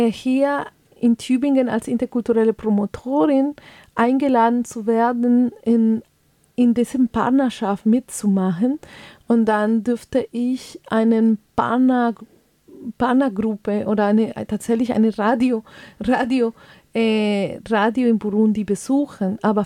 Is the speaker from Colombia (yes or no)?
yes; Colombia; German is a second language; Also ich bin aus Kolumbien und mit diesen Kultur aufgewachsen